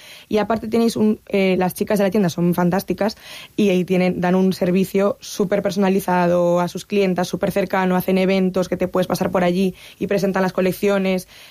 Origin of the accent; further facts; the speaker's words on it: Oleiros, Galicia, Spain; que si soy de Pontevedra me compro las playas de Pontevedra, yo soy de Oleiros, por las playas de Oleiros.